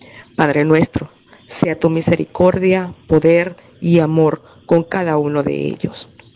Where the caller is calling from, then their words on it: Venezuela